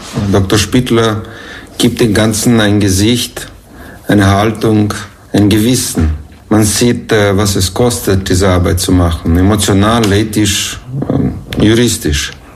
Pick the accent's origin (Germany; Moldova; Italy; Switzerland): Moldova; moved away as an adult; also born or lived in Bucharest / Vienna; now in Austria; Dokumentarfilmer. Ich komme ursprünglich aus Moldova oder Moldawien. Habe aber in Bukarest und Wien studiert und lebe seit 25 Jahren hier in Österreich.